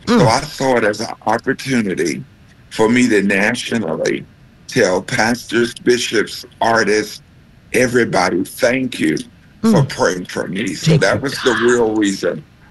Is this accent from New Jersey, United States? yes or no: no; Charlotte, North Carolina, United States; They were in my hometown in Charlotte.